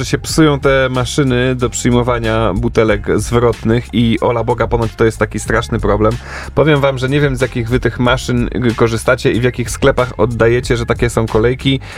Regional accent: Warsaw, Masovian Voivodeship, Poland; born there; urodziłem się w Warszawie

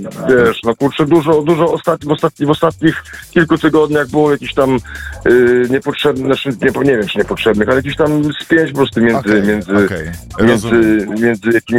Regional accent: Gdynia, Pomeranian Voivodeship, Poland; moved away as an adult; now in Venlo, Netherlands; z Venlo, gdynianin rodowity.

